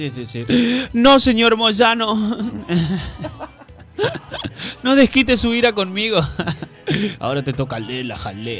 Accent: Argentina; Somos mestizos los argentinos.

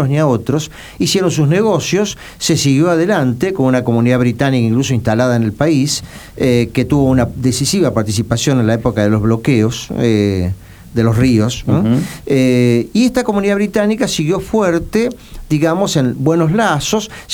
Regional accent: Argentina; como argentino lo digo esto

